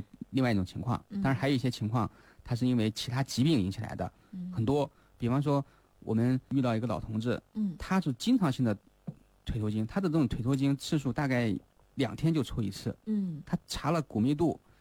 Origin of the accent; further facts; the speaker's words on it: China; 我们中国人